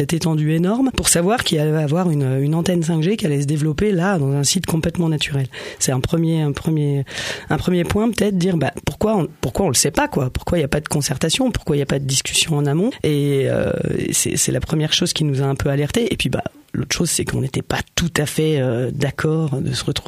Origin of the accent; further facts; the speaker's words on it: La Motte-en-Bauges, Auvergne-Rhône-Alpes, France; Et moi, je suis de la Motte en Bauges également.